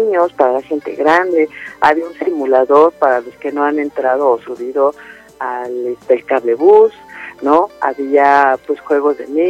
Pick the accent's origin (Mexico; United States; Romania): Mexico